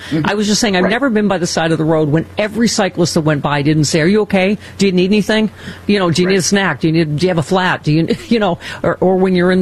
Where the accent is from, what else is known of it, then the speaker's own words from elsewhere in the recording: Buffalo, New York, United States; also born or lived in Minnesota; now in Southern California, United States; I'm from Buffalo, and people are like, oh, you like cold weather? I'm like, no, I do not.